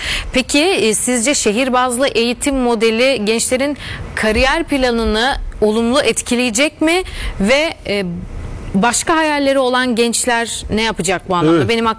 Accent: İnegöl, Bursa, Turkey; İnegöl. Evet, bir İnegöllü olarak.

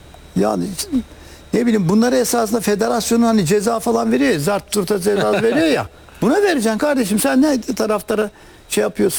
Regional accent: Çorum, Turkey; Ben Çorumluyuz.

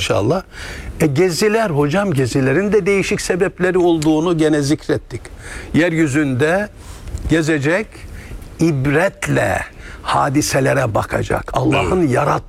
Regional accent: Trabzon, Turkey; Ama siz Kayseri'den, ben Trabzon'dan geldim.

